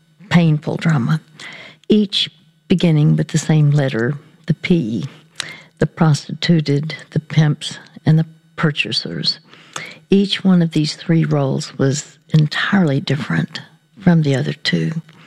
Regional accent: Dallas, Texas, United States; it just so happened that the NFL, the National Football League Championship game, was going to be played in my hometown of Dallas, Texas.

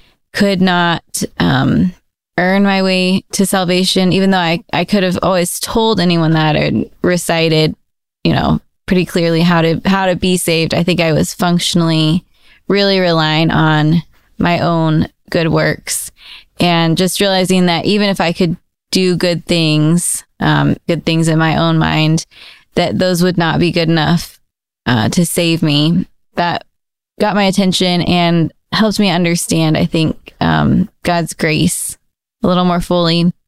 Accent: Wichita, Kansas, United States; now in Austin area, United States; I am from Wichita, Kansas. So not from Texas, but grew up in a church and in a good family that loved the Lord.

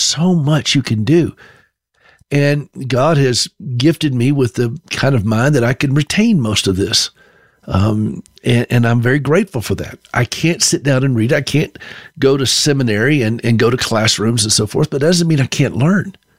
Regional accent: North Carolina, United States; But I remember I grew up skiing in North Carolina.

